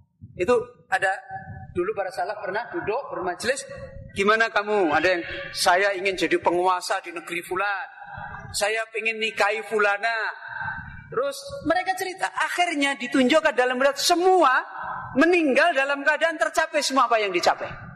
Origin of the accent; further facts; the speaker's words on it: Semarang, Central Java, Indonesia; Ya saya, kampung saya itu di Semarang. Kalau antum mungkin pernah namanya Desa Tambak Lorok.